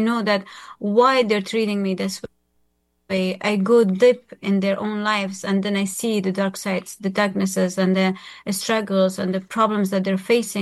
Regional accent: Afghanistan; now in Virginia, United States; I'm originally from Afghanistan, and I am a U.S. citizen right now.

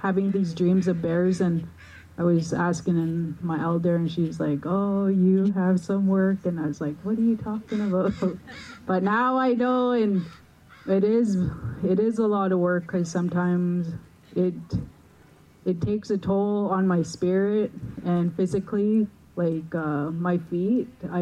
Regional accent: Lillooet, British Columbia, Canada; moved away as an adult; I moved back from my hometown, Lillooet.

